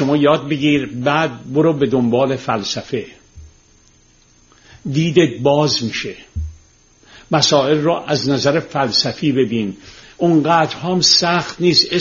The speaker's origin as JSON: {"language": "Persian", "town": "Tehran", "region": "Tehran Province", "country": "Iran", "tie": "born or raised there", "said": "من روزی که خیابون کوچه های تهرون رو تیر میذاشتن که سیم برق بکشن یادمه. خونه ما که برق کشیدن، همسایه روبرویمون اومد به مادر من گفت این بچه ها تو میکشه."}